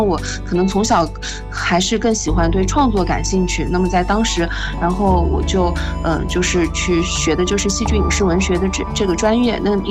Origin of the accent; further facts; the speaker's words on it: Nanjing, Jiangsu, China; 我其实是从小出生在南京